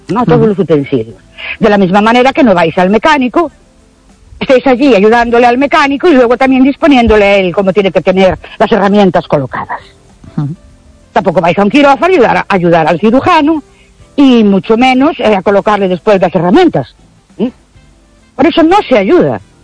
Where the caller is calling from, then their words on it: Ourense, Galicia, Spain; de Orense otra vez.